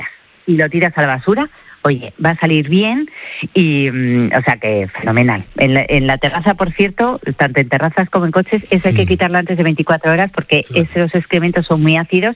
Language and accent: Spanish; Spain